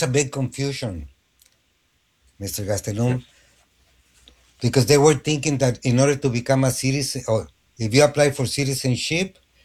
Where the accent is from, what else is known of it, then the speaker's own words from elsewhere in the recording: Mexico City, Mexico; born there; moved away; yo nací en el DF. Bueno, cuando era el DF.